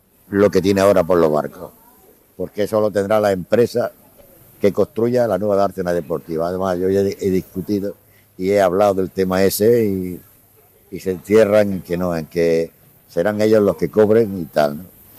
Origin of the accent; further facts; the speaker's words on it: Motril, Andalusia, Spain; Pues bueno, porque soy motrileño, que nací en Motril, en la calle Canteras, en el año 1941... que he vivido en Motril siempre, prácticamente, siempre he vivido en Motril